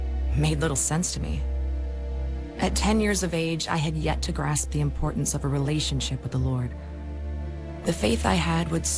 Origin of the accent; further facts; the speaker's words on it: Missouri, United States; In fact, growing up in Missouri, I was a happy child, on the right path, with a world of potential lying before me.